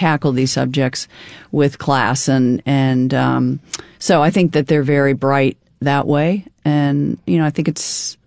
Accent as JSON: {"language": "English", "country": "United States", "said": "I came from America."}